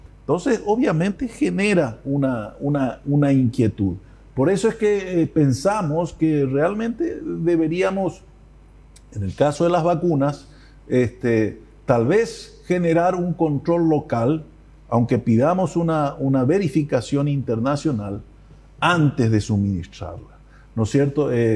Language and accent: Spanish; Paraguay